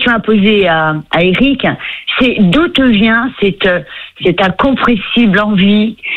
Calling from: Ajaccio, Corsica, France; j'appelle d'Ajaccio. J'appelle d'Ajaccio.

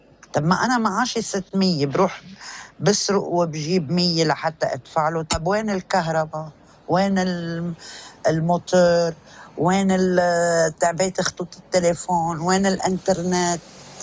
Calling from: Sarba, Keserwan-Jbeil, Lebanon

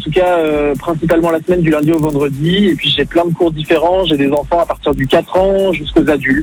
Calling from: Mandres-les-Roses, Île-de-France, France; Je suis de région parisienne.

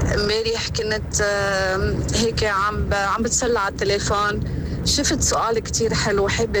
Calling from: Lebanon

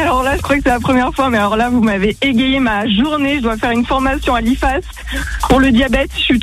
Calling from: Marnaz, Auvergne-Rhône-Alpes, France; Moi, j'habite à Marna. Donc c'est 74-460, c'est dans la yacht.

